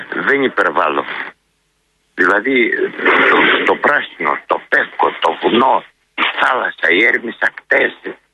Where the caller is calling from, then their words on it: Kavala, Eastern Macedonia and Thrace, Greece; Καβαλιώτης εγώ